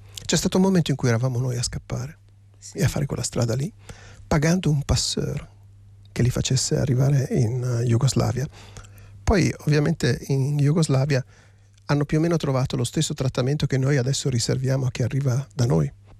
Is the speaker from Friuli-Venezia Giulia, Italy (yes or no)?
yes; Friuli-Venezia Giulia, Italy; nelle zone in cui ha vissuto anche Pasolini, che sono le stesse zone da dove vengo io.